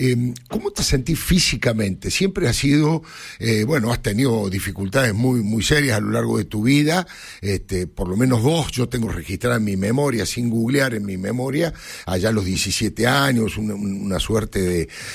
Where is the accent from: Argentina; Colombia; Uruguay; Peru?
Argentina; yo soy argentino